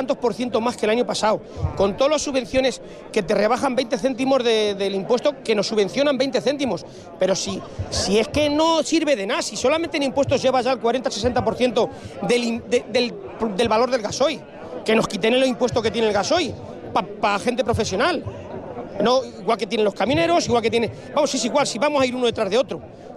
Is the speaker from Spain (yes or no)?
yes; Toledo, Castilla-La Mancha, Spain